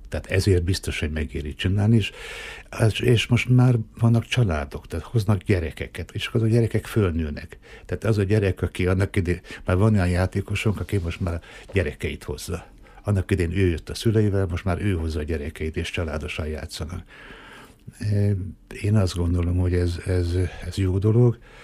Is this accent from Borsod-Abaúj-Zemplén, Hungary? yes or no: yes; Miskolc, Borsod-Abaúj-Zemplén, Hungary; igen, én büszke miskolci vagyok. Én tényleg.